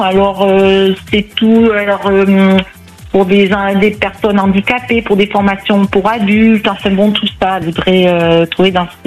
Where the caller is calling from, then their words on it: Brive-la-Gaillarde, Nouvelle-Aquitaine, France; Alors, de la Corrèze, Brive, en Corrèze.